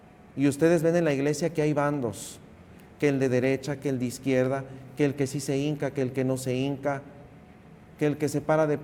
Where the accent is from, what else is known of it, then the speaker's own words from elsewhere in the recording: Mexico; estamos acostumbrados como buenos mexicanos a que todos nos los den